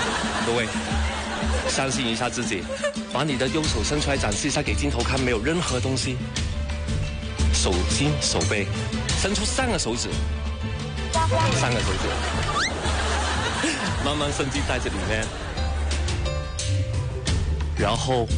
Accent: Hong Kong; 亲爱的朋友们，你们好，我是来自中国香港的魔术师，

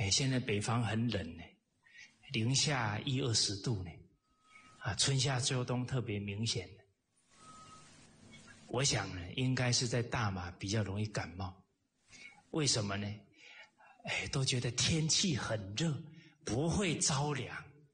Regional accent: Kaohsiung, Taiwan; moved away as an adult; also born or lived in Tangchi; now in Malaysia; 我是南方人啊，我在高雄长大的，很怕冷啊。

